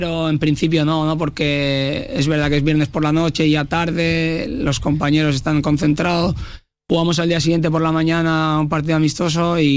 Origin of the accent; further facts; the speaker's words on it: Crevillent, Valencian Community, Spain; por suerte vivo muy cerca y soy de aquí al lado